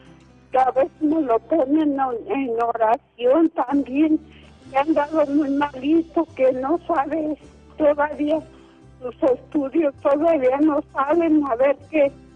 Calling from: Mexico; De aquí, de México.

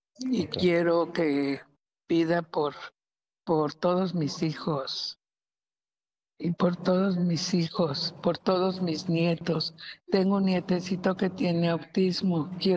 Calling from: Cuernavaca, Morelos, Mexico; Le estoy llamando de Cuernavaca, Morelos.

